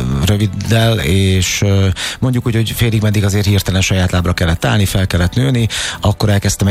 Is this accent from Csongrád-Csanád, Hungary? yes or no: yes; Hódmezővásárhely, Csongrád-Csanád, Hungary; moved away as an adult; now in Budapest agglomeration, Hungary; most is agglomerációban élek, tehát én azért kerültem a nagyvárost, én erdő mellett nőttem föl hódmezővásárhelyen